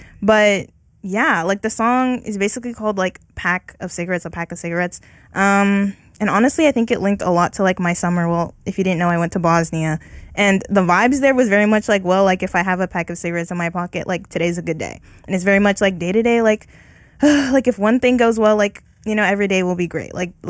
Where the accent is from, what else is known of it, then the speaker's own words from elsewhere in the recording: San Diego, California, United States; moved away; first I went back to San Diego, my hometown